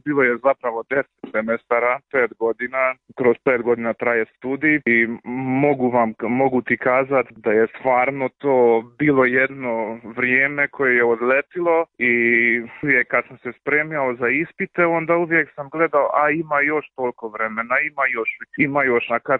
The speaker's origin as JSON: {"language": "Croatian", "country": "Hungary"}